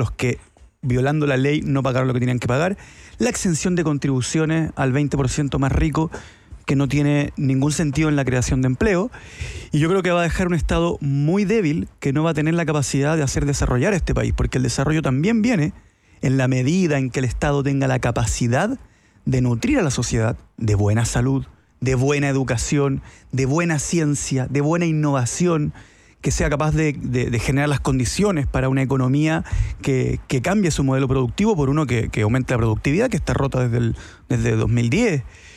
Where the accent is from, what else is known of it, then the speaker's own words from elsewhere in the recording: Chile; Como chileno, el argentino es tu hermano. Pues si nos independizamos juntos